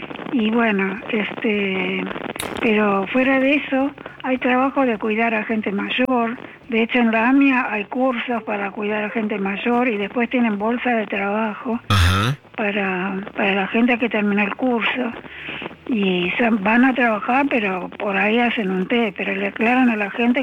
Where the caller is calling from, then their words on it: Buenos Aires, Argentina; Vivo en Villa Crespo.